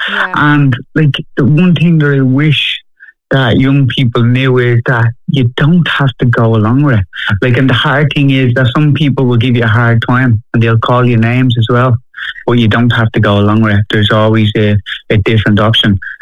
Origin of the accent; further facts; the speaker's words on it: Dublin, Leinster, Ireland; Yeah, so I grew up in Fatima Mansions, and like growing up in the 90s